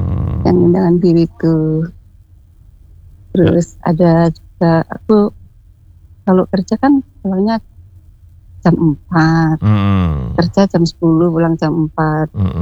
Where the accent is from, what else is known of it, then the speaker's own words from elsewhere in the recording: Tuban, East Java, Indonesia; also born or lived in Surabaya; Ya, aku kan asli Tuban, aku kerja di Surabaya.